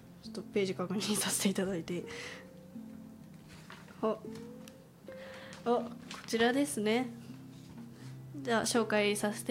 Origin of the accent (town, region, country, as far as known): Koka, Shiga, Japan; born or raised there